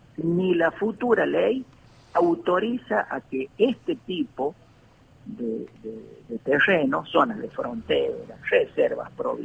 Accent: La Rioja, Argentina; los dueños somos los riojanos

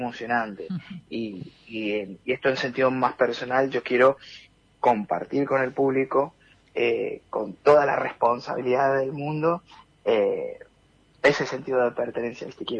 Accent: Venezuela; now in Comodoro Rivadavia, Argentina; me tomo el atrevimiento de hablar por los venezolanos en general que habitamos acá en Comodoro

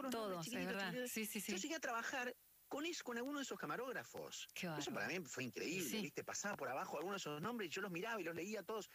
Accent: Córdoba, Argentina; born there; No nací en Rafaela.

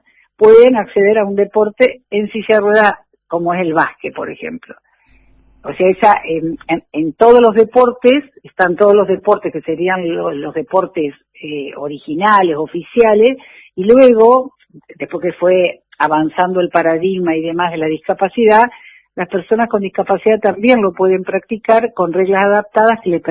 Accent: Puerto Madryn, Chubut, Argentina; yo estoy en Madrid, soy de Madrid

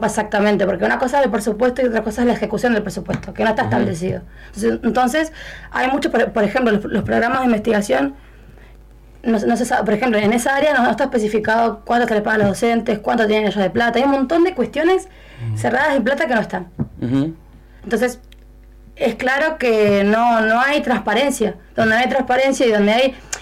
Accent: Río Gallegos, Santa Cruz, Argentina; yo soy nacida y soy criada acá

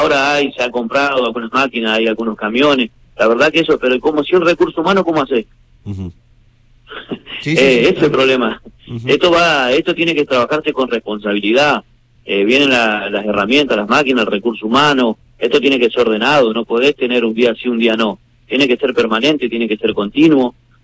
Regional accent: Santa Fe, Argentina

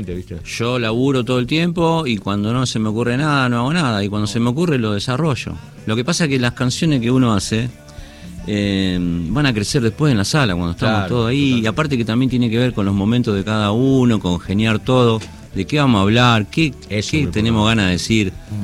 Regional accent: Rosario, Santa Fe, Argentina; Somos unos rosarinos.

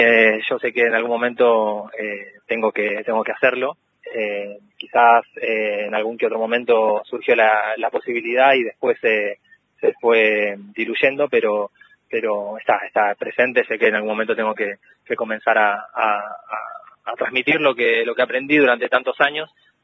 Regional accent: Esquel, Chubut, Argentina; now in Bariloche, Argentina; soy de Esquel, estoy viviendo en Bariloche

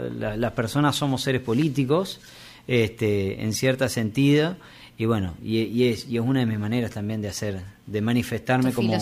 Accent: Concepción del Uruguay, Entre Ríos, Argentina; yo nací en Concepción de Uruguay, vivo en Entre Ríos, soy parte del litoral

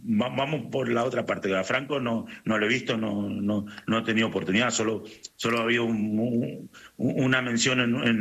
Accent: Argentina; moved away as an adult; Los cuatro somos argentinos y nos vinimos en el año 2000, 26 años hace ya que estamos aquí.

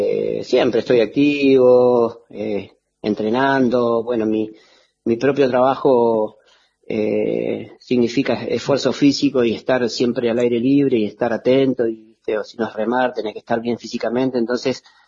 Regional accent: Esquel, Chubut, Argentina; moved away as an adult; now in El Chaltén, Argentina; Mi corazón siempre está en Esquel y yo amo Esquel y soy de Esquel, o sea, por más que esté trabajando hoy en Santa Cruz, en Chaltén

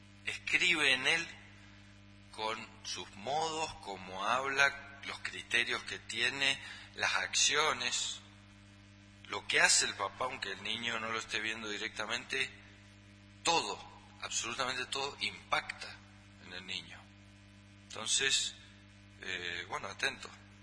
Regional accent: Argentina; born there; nací en la Argentina

